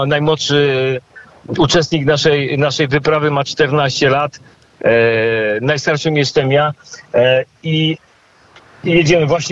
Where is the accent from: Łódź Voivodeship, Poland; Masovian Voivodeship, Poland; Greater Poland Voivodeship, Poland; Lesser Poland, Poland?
Lesser Poland, Poland; Kraków; moved away as an adult; now in Vilnius, Lithuania; ja pochodzę z Krakowa. A od 20 lat mieszkam w Wilnie. Przyjechałem do Wilna tylko na 2 tygodnie, a zostałem 20 lat.